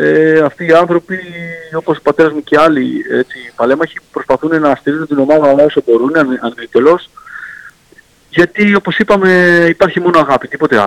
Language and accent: Greek; Heraklion, Crete, Greece; επειδή είμαι Ηρακλειώτης και είμαι από εδώ